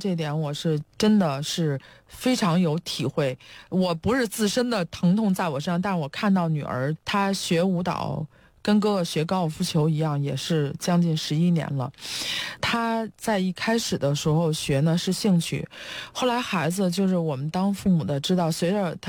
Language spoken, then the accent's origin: Chinese; China; 我们都是从国内长大受国内教育一直以来哈